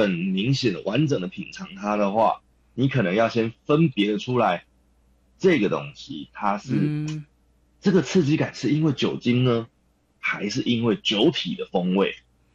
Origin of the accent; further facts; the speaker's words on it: Taiwan; 我们台湾人最最喜欢的